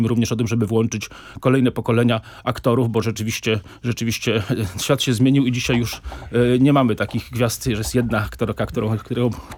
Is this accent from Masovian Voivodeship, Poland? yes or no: yes; Warsaw, Masovian Voivodeship, Poland; mimo iż jesteśmy warszawiakami.